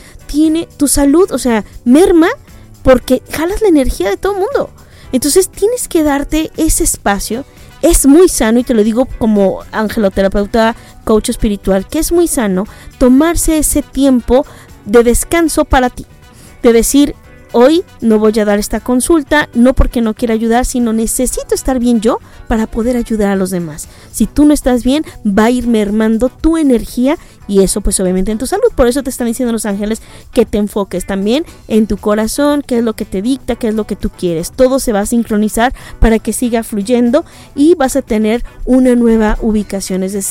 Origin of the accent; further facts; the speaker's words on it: Guadalajara, Jalisco, Mexico; Soy tapatía